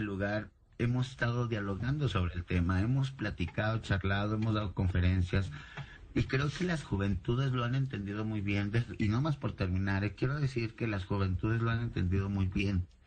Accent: Mexico; y sí tenemos que hacer algo como mexicanos

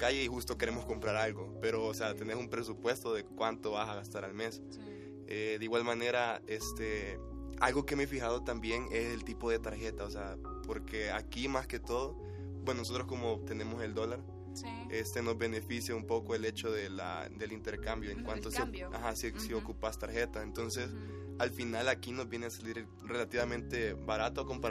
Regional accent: El Salvador; moved away as an adult; now in Puebla, Mexico; tampoco es como allá que nuestro país es muy pequeño

